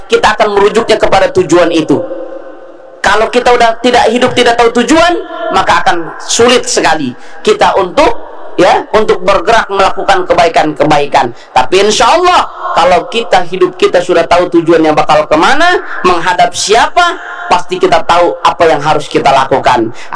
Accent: Samarinda, East Kalimantan, Indonesia; orang Samarinda kada kalah juga lawan orang-orang Jakarta

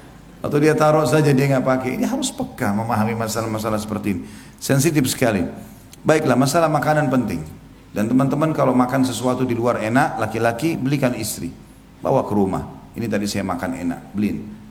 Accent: Indonesia; Kita ini orang Melayu, orang Indonesia.

